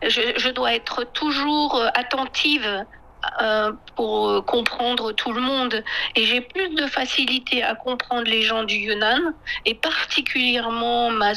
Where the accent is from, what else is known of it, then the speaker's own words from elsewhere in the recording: France; now in China; Pourtant, je suis pas du tout américaine, je suis française, mais bon, pour eux, ça veut dire étranger, quoi.